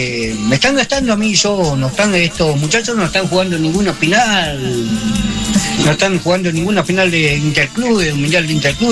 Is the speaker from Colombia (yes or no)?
no; Argentina; born there; Nací acá en mi país. Soy argentino, yo.